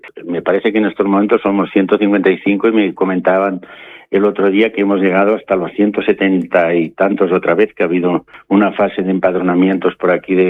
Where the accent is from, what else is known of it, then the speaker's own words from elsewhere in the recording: Portell de Morella, Valencian Community, Spain; Portell somos una pequeña localidad, como bien decís, que tiene mucho patrimonio. Está situada en pleno corazón de la comarca del Sport, en el norte de la provincia de Castellón. Sí que somos Castellón de la Plana